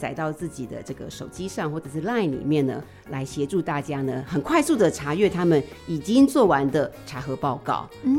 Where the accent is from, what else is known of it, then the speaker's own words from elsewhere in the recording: Taiwan; 我们台湾人真的超好心